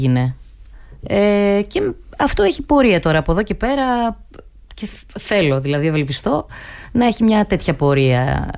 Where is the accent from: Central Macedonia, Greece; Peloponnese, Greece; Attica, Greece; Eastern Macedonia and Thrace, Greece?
Central Macedonia, Greece; Naousa; moved away as an adult; now in Patras, Greece; Είμαι από Μακεδονία, είμαι από την Άουσα.